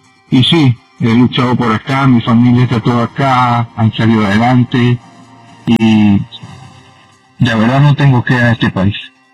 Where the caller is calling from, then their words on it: Orlando, Florida, United States; Estoy llamando de Orlando, de aquí de Orlando, Florida.